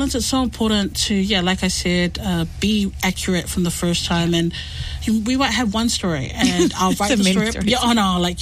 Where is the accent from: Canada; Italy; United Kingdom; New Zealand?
New Zealand; the lived experience of me as a Pacific woman or growing up in New Zealand